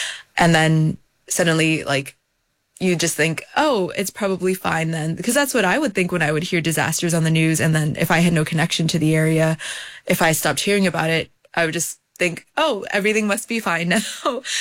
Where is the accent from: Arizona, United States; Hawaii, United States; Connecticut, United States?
Hawaii, United States; because I'm from Oahu and the fire was on Maui